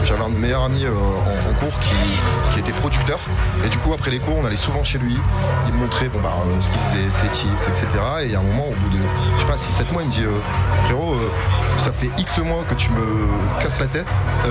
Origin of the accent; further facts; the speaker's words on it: Wasquehal, Hauts-de-France, France; moi je suis originaire de Lille, plus exactement Wascal.